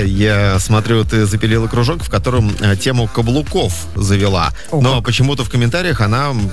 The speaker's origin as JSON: {"language": "Russian", "town": "Tolyatti", "region": "Samara Oblast", "country": "Russia", "said": "Я из Тольятти"}